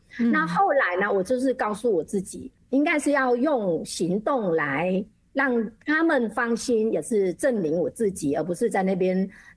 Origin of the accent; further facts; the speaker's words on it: Vietnam; Chinese is a second language; moved away; 那语言讲的是没有问题，可是写字对我们越南人来说，对我个人来说，写字还是一个到现在还是在努力当中的一个方面嘛。